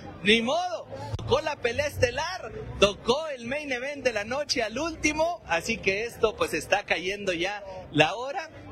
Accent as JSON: {"language": "Spanish", "region": "Chihuahua", "country": "Mexico", "said": "Los que le vamos a dar en la madre al PAN en el 2027 somos los chihuahuenses."}